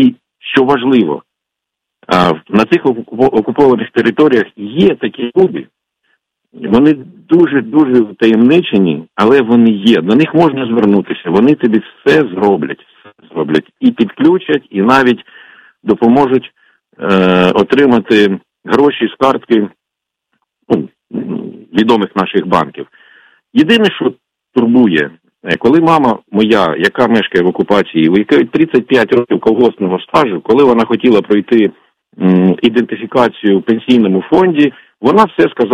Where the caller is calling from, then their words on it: Kyiv, Ukraine; я з Києва.